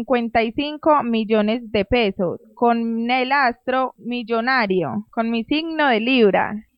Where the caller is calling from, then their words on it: Supía, Caldas, Colombia; Vivo en Supía.